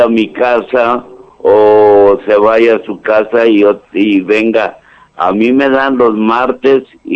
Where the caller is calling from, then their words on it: Villa Hidalgo, Mexico; Soy el de Villa Hidalgo.